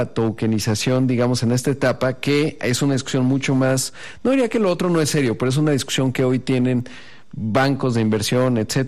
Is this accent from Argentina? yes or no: no; Mexico; yo como inversionista mexicano